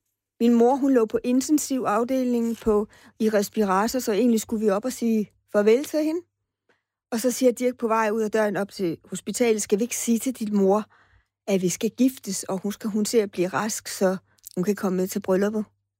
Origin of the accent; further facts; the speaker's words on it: Fredericia, Region of Southern Denmark, Denmark; Jamen, jeg kommer fra Fredericia, og jeg bor herovre alene og sådan noget.